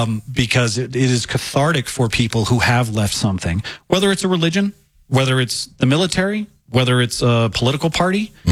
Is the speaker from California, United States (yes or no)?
no; Fayetteville, Arkansas, United States; when I was growing up in Arkansas, as Jehovah's Witness